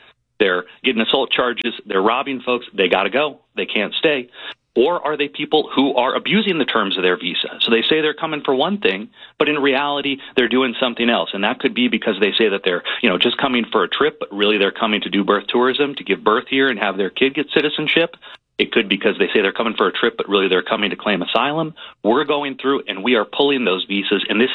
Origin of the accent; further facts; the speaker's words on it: Arizona, United States; I'm from Arizona, and even that's pretty fraught